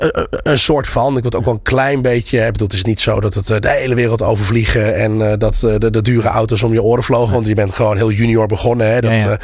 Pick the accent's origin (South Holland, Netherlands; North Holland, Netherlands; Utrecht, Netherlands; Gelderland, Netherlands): North Holland, Netherlands; born there; also born or lived in Zaandam; ik ben geboren in Ossaan. Ik ging in Zaandam naar de binnenbare school.